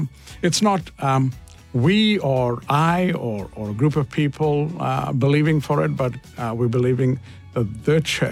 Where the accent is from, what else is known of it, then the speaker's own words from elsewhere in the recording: India; I'm an Indian, by the way, sorry, because you can't see me, but I'm an Indian.